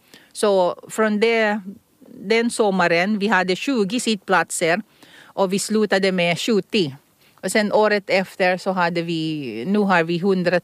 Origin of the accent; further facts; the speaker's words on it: Philippines; first language Tagalog; Swedish is a second language; Lollo betyder morfar eller farfar i mitt språk som är Tagalog. Jag kommer från Filippinerna.